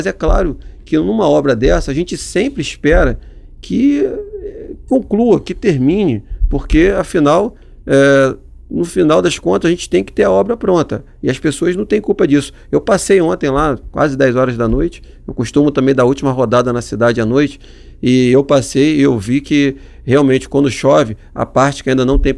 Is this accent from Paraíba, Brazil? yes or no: no; Iguaba Grande, Rio de Janeiro, Brazil; Eu sou nascido e criado em Iguaba Grande, eu amo a cidade, nasci, cresci nadando na nossa laguna